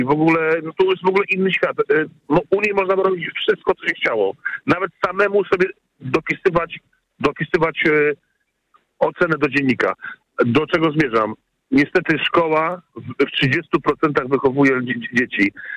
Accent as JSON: {"language": "Polish", "town": "Warsaw", "region": "Masovian Voivodeship", "country": "Poland", "tie": "born or raised there", "said": "mam 46 lat, wychowałem się w Warszawie"}